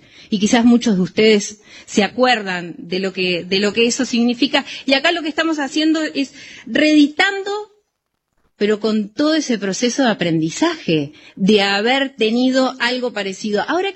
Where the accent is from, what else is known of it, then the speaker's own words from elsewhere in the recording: Salto, Uruguay; cuando viajaba esta madrugada desde Salto, soy de Salto, soy del interior